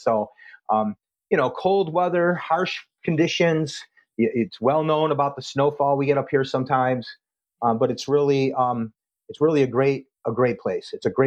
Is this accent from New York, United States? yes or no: yes; Buffalo, New York, United States; moved away; also born or lived in Pensacola, Florida; there's disadvantages to growing up in Western New York.